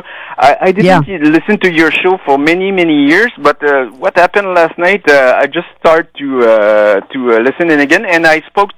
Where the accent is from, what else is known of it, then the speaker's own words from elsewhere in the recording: Quebec, Canada; accent: French; English is a second language; I apologize for my French accent. I'm from Quebec.